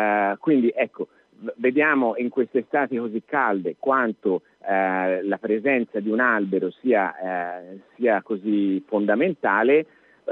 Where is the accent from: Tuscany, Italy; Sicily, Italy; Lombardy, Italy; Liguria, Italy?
Tuscany, Italy; Florence; Io tra l'altro vengo dall'Isolotto, che è un quartiere che è nato così negli anni 60